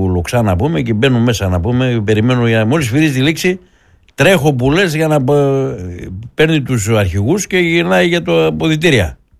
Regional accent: Drama, Eastern Macedonia and Thrace, Greece; Διαιτητής … από την κάτω Βορτού Δράμας. Το χωριό μου.

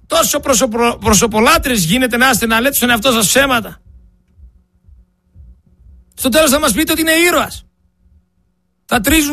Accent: Greece; Εγώ είμαι Έλληνας πατριώτης.

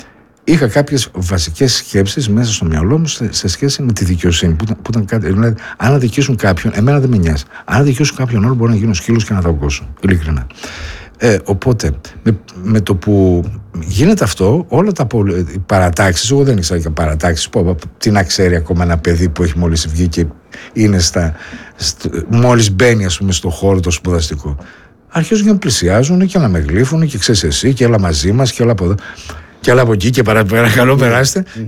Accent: Thessaloniki, Central Macedonia, Greece; moved away; Όταν έφυγα από τη Θεσσαλονίκη το 1993.

